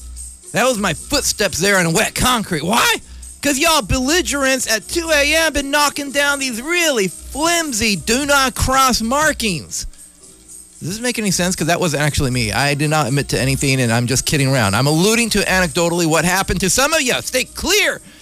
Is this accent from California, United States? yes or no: yes; Vallejo, California, United States; this is my hometown.